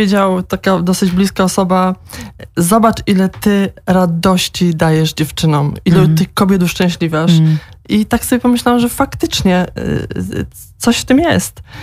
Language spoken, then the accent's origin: Polish; Łódź, Łódź Voivodeship, Poland; now in Cork, Ireland; pochodzę z Łodzi. Jak wiadomo, jest to zagłębie włókiennictwa i to właśnie tam znajdują się największe hurtownie odzieżowe.